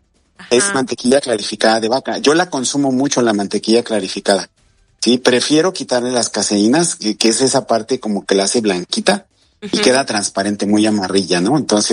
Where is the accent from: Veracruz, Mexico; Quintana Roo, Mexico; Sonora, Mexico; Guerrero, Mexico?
Veracruz, Mexico; Alvarado; yo vengo de Alvarado, Veracruz, de ahí viene toda mi familia, mis padres, mis tíos, mis abuelos.